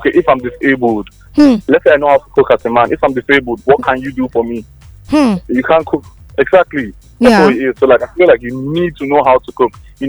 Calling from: Abuja, Federal Capital Territory, Nigeria; calling from Local Goma.

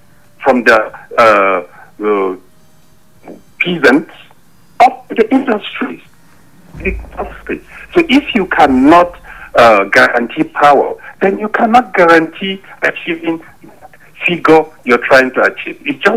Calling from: Nigeria; because as a Nigerian, I don't have the right to have power.

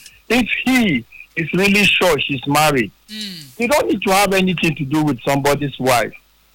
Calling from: Port Harcourt, Rivers, Nigeria; I'm calling from Port Harcourt.

